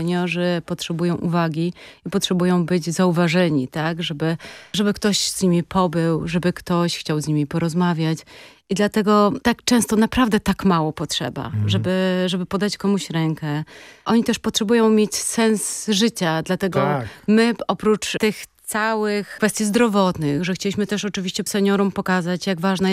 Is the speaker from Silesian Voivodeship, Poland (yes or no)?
no; Warsaw, Masovian Voivodeship, Poland; moved away; wychowałam się na Brudnie